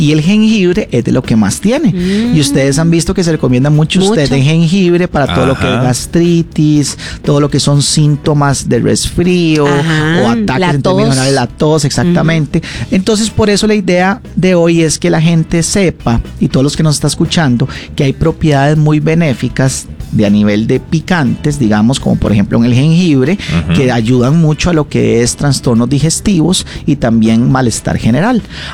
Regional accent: Costa Rica; nos involucra a todos como costarricenses

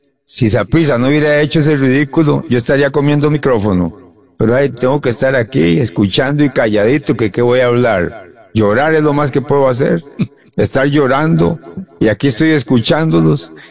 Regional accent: Costa Rica; porque a mí me gusta el fútbol y yo soy costarricense

